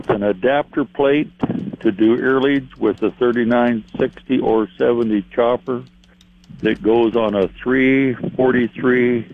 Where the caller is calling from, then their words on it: Spencer, Iowa, United States; from Spencer, Iowa.